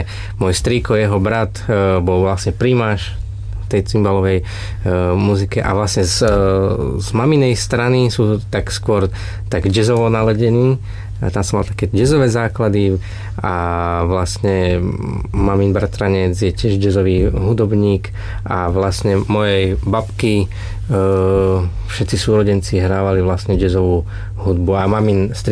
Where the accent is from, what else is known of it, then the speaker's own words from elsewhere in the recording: Trnava, Trnava Region, Slovakia; Ja som sa narodil v Trnave, odtiaľ aj pochádzam z Trnavy a vlastne pochádzam z hudobníckych rodín